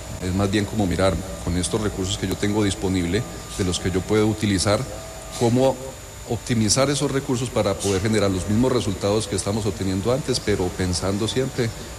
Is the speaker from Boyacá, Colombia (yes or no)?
no; Pereira, Risaralda, Colombia; lo que somos como pereiranos